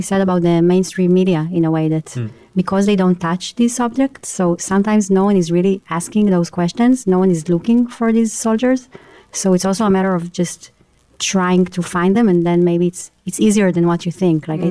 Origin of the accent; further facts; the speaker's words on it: Tel Aviv, Tel Aviv District, Israel; I grew up in around Tel Aviv, and until I was 20 something, I didn't know that Palestinians exist.